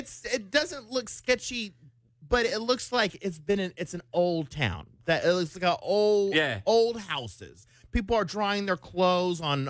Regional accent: Dallas, Texas, United States; But I was like, I'm from Oak Cliff, okay? Like, I could survive Oak Cliff.

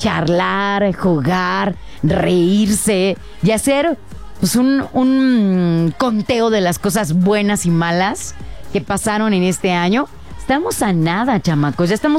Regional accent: Mexico

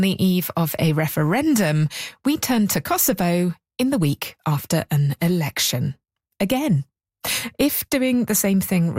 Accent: United Kingdom; Finally, Jessie, as a British person, reading your long-form essay on this in The New Yorker, I had strong feelings of déjà vu.

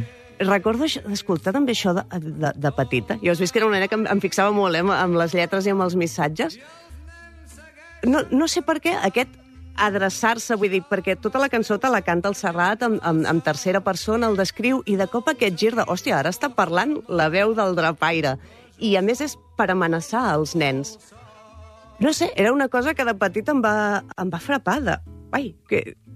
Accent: Mataró, Catalonia, Spain; Bueno, jo soc de Rocafonda també, com en Lamine Yamal.

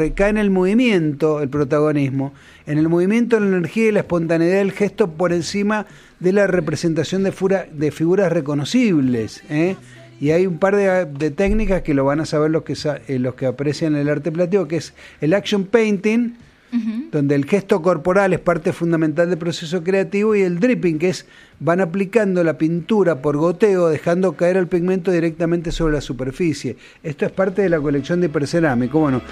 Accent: Italy; porque yo soy, como italiano, soy tifoso de la Ferrari.

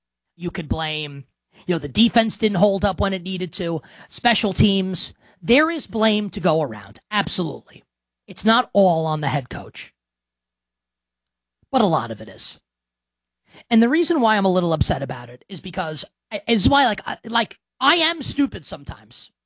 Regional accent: New York, United States; I'm not a Jets fan, but I grew up in New York when Aaron Glenn was starring at corner for the Jets.

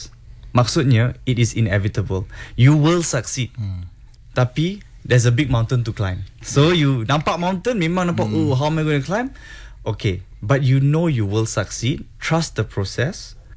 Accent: Singapore; also born or lived in Hong Kong / Australia; I grew up in Singapore. I grew up in Hong Kong. Studied in Australia.

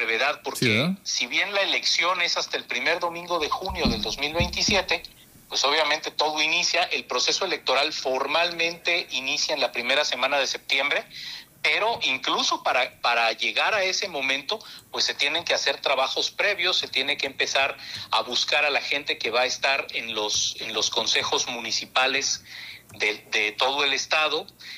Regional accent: Mexico; al igual que todos los mexicanos estoy muy ilusionado

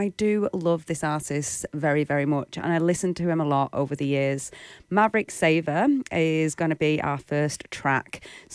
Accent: Manchester, North West England, United Kingdom; now in Margaret River, Australia; right in the heart of Manchester, my hometown.

